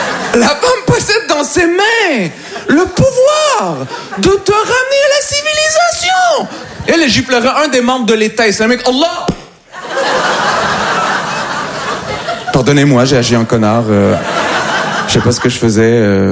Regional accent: Montreal, Quebec, Canada; moved away as an adult; now in Paris, France; je viens de Montréal.

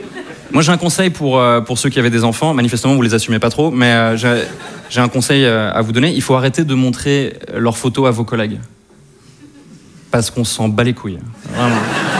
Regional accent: Switzerland; Et effectivement, je suis suisse. Ça surprend les Parisiens parfois quand j'explique que je suis suisse

